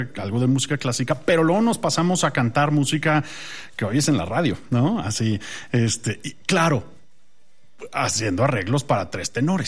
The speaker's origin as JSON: {"language": "Spanish", "country": "Mexico", "said": "somos de uno de Canadá, uno de Estados Unidos y yo, que soy mexicano"}